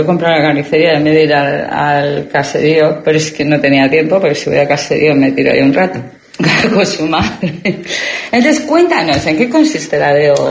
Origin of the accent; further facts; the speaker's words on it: Basque Country, Spain; allí, en Euskadi, lo que más hablamos es del albariño, del ribeiro